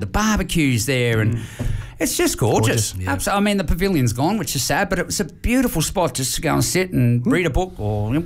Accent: Brisbane, Queensland, Australia; I'm from Sandgate and Brighton and all that, so I spend a lot of time down there.

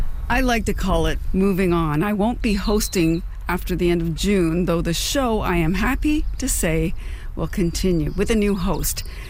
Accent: North Vancouver, British Columbia, Canada; And it's this lake, not far from where I grew up in North Vancouver.

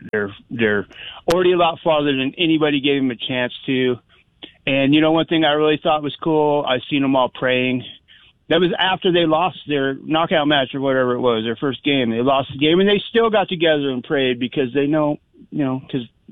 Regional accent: California, United States; But for years, we had founding fathers fire hydrants in my hometown in California.

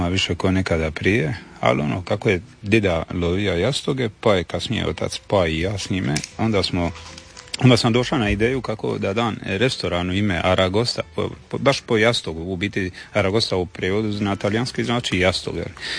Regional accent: Lastovo, Dubrovnik-Neretva County, Croatia; Pa ne znam, to je moj rodni kraj. To je jednostavno, to ti je ljubav tu, mislim, tu ti je cijela mladost, djetinjstvo

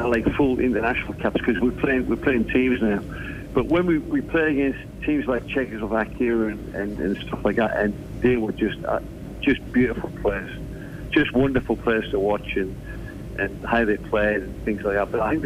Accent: England, United Kingdom; now in Australia; are you English? I went, well, yeah. I said, I'm Australian now.

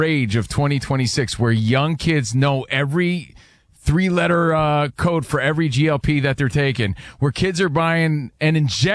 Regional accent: East Coast, United States; Rich and I grew up on the East mm-hmm. Coast, and we grew up with Guido meatheads

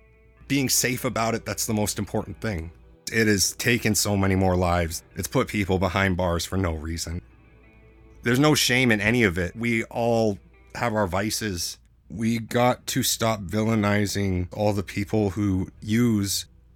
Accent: Canada; Being a Canadian traveler

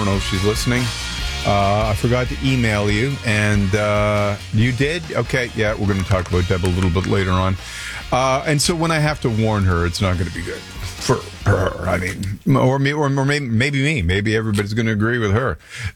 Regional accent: Montreal, Quebec, Canada; growing up in Montreal was we lived near the Trans-Canada, the 401 in Montreal

